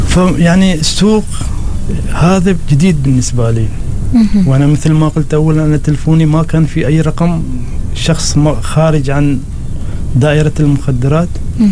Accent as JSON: {"language": "Arabic", "country": "Oman", "said": "أنا جاي هني من عمان ما أعرف أنتو وين جالس أدور وأحوط"}